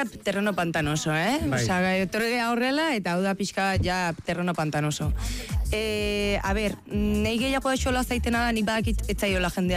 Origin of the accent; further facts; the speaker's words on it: Hernani, Basque Country, Spain; jakindan hernanikoa naizela, eta nire herria asko aixola zaitela.